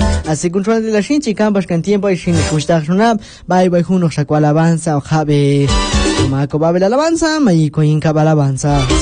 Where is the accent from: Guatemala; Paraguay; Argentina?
Guatemala; aquí en nuestro hermoso país de Guatemala